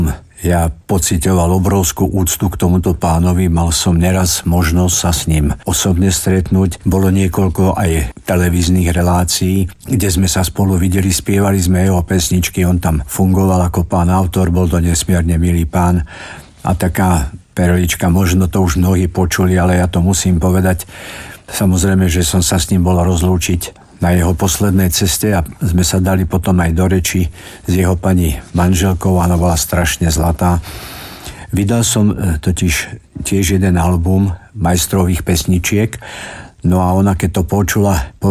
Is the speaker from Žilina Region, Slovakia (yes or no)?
no; Bratislava, Bratislava Region, Slovakia; born there; also born or lived in Hontianske Nemce; Ja som krvou Stredoslovák, ale som už narodený v Bratislave. Ale strašne rád sa vraciam na Stredné Slovensko, kde sú korene oboch mojich rodičov, do Hontianskych Nemiec.